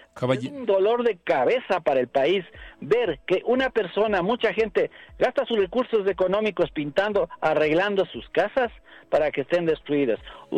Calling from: Quito, Pichincha, Ecuador; Le estoy hablando de la ciudad de Quito, en el sector norte, en el sector de la Kennedy, en el norte de Quito.

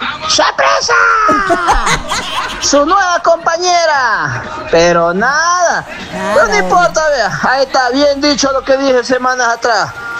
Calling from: Coast, Ecuador; nosotros los costeños

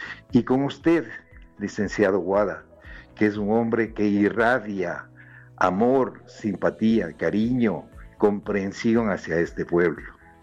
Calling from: Quito, Pichincha, Ecuador; Este momento estoy por la Genovesa, al norte de la ciudad.

